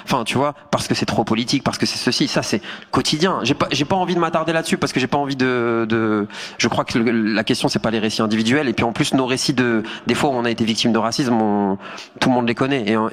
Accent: Hauts-de-France, France; moi, je viens du Nord, de la France

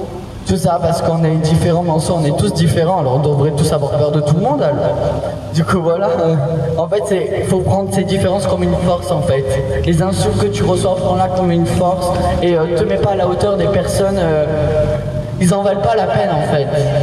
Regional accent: Marseille, Provence-Alpes-Côte d'Azur, France; j'ai été placé en 2019 par l'aide sociale à l'enfance département des Bouches-du-Rhône. Je suis de Marseille

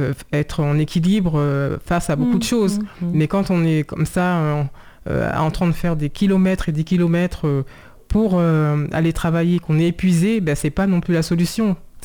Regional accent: Saint-Cloud, Île-de-France, France; born there; Bon, citoyenne française, parce que je suis née en France, à Saint-Cloud, dans les Hauts-de-Seine.

